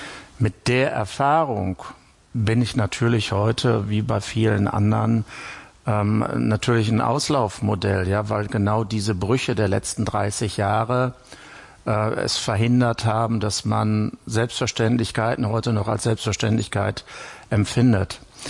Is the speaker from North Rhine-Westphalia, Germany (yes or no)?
yes; North Rhine-Westphalia, Germany; Ich komme aus dem Münsterland